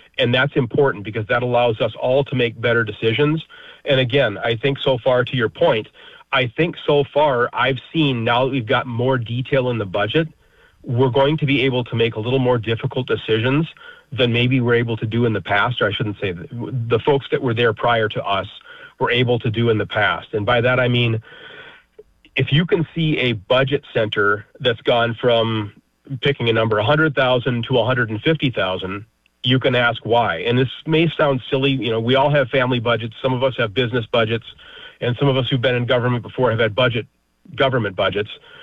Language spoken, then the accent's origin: English; Fargo, North Dakota, United States; I'm from Fargo.